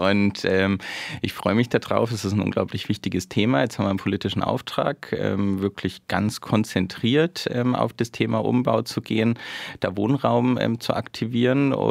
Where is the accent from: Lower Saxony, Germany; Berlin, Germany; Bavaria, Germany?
Bavaria, Germany; moved away as an adult; also born or lived in Bremen; bin eigentlich gebürtiger Bayer, komme aus der Nähe von Ingolstadt und wollte damals einfach einmal raus aus der Heimat.